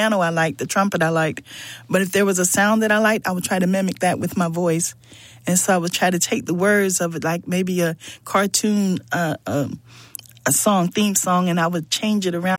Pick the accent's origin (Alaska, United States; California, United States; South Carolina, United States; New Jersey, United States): South Carolina, United States; Manning; born there; now in Columbia, United States; Well, I was born in Manning, South Carolina. That's Clarendon County. And I happen to be one of an identical twin set. So I have a twin sister, identical. And I currently live here in South Carolina, in Columbia, South Carolina.